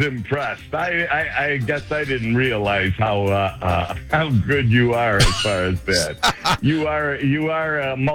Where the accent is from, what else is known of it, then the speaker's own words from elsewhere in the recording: Chicago, Illinois, United States; You got to remember, I'm from South Chicago. I'm not the mid-city guy.